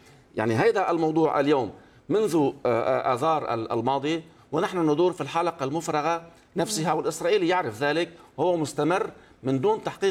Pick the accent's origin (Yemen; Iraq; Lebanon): Lebanon; نحن نعرف كلبنانيين